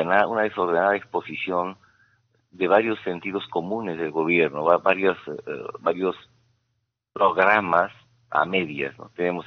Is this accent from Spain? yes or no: no; Huánuco, Peru; cómo nos ubicamos los huanuqueños en el contexto nacional